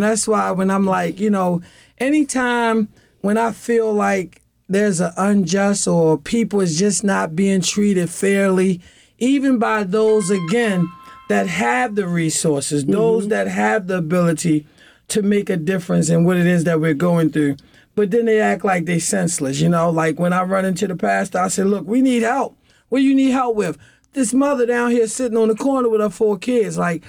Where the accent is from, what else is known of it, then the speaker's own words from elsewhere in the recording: Baltimore, Maryland, United States; Born and raised in East Baltimore, but when you get to have that opportunity to explore.